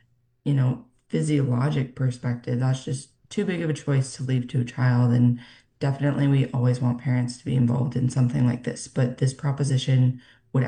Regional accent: Arizona, United States; also born or lived in Washington / Denver; now in Idaho, United States; I'm originally from Arizona. Like I said, trained out in Washington, lived in Denver for a little while.

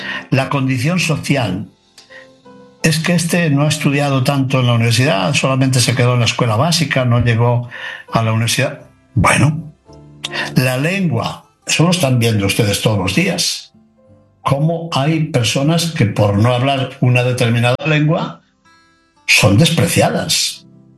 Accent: Spain; yo soy español

